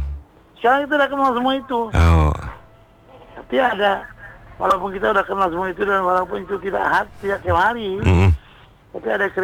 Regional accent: West Kalimantan, Indonesia; Kampung saya kampung Olong kan enggak asli lagi sekarang. Komplet perumahan beli di mana-mana, kan lah jadi kota kabupaten kan?

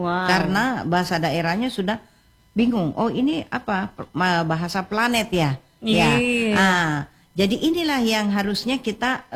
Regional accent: South Sulawesi, Indonesia; Kalau kita orang Sulawesi Selatan itu kita Anda.

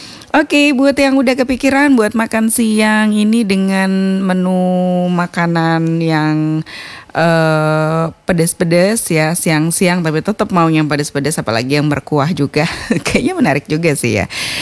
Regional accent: West Nusa Tenggara, Indonesia; karena kita warga Nusa Tenggara Barat

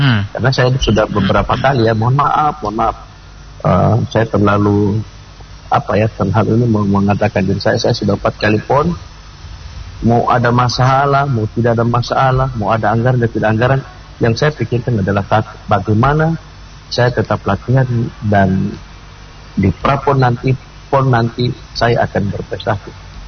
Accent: Gorontalo, Indonesia; Saya sampaikan, saya orang Gorontalo.

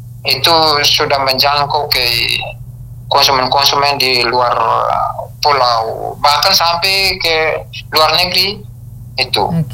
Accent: East Nusa Tenggara, Indonesia; kerajinan yang menjadi andalan kita orang Flores

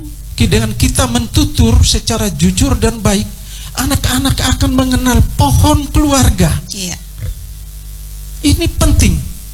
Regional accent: Wolotopo, East Nusa Tenggara, Indonesia; saya kemana-mana saya bangga saya sebagai orang Wolotopo, walaupun Wolotopo tanah toko, tanah tulang kampung batu, tetapi itulah Wolotopo, punya keunikan.

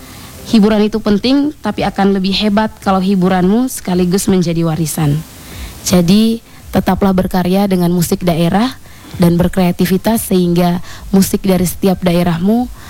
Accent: Ende, East Nusa Tenggara, Indonesia; Misalnya kita orang Ende itu

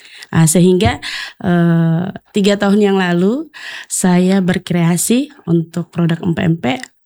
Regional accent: Palembang, South Sumatra, Indonesia; now in Sorong, Indonesia; Memang saya asli Palembang

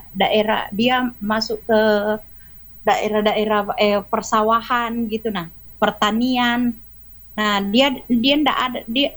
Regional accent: Sidrap, South Sulawesi, Indonesia; now in Samarinda, Indonesia; kalau aku kampungku itu di Sidrap. Dia bagian ke arah ini apa itu nah? Ke arah Sopeng, Bone, Sengkang.

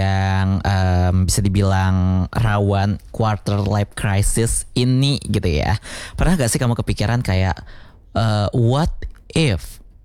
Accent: Lombok, West Nusa Tenggara, Indonesia; born there; What if aku gak terlahir di Lombok?

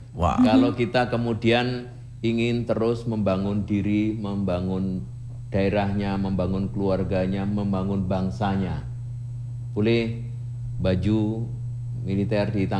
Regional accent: Surakarta, Central Java, Indonesia; Kita harus bangga sebagai wong Solo, Solo Raya. Kita bangga sebagai masyarakat Jawa Tengah

